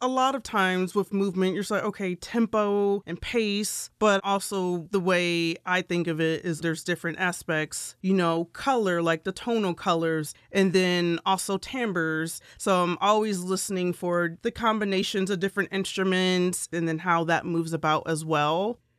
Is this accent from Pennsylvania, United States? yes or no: no; Indiana, United States; now in Lansing, United States; I am originally from Indiana, but I'm based in Lansing.